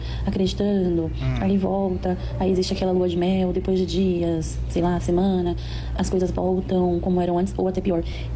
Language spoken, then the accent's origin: Portuguese; São Paulo, Brazil; sou da Zona Leste de São Paulo.